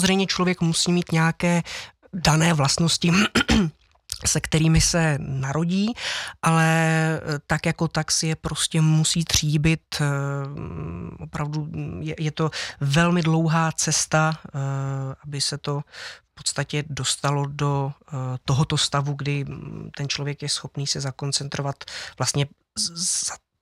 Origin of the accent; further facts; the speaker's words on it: Kroměříž, Zlín Region, Czechia; No já se vracím do Kroměříže, tak je to můj domov, je to, kam mě srdce úplně nejvíc táhne